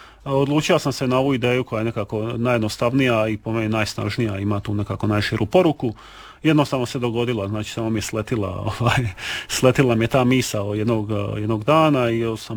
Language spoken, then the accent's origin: Croatian; Knin, Šibenik-Knin County, Croatia; also born or lived in Sinj / Split; Ja sam inače se smatram nekakvim kninskim ambasadorom, obzirom da sam odrastao u Kninu, pa se može reći da sam i kninski žitelj, ali čak mi i osobno još prijavljena tu. Tako da sam ja jedan umjetnik, kninjanin, ali i spličanin